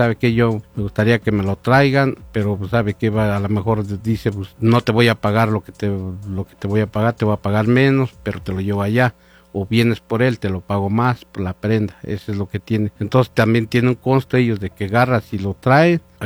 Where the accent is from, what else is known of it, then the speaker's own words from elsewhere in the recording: Chicavasco, Hidalgo, Mexico; vengo de la comunidad de Chicabasco.